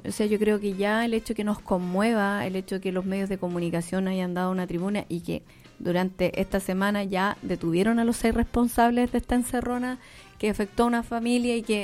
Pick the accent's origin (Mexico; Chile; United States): Chile; Romeral, Maule; antes cuando uno decía, yo soy de Romeral, tú también vives en el campo aquí en Curicó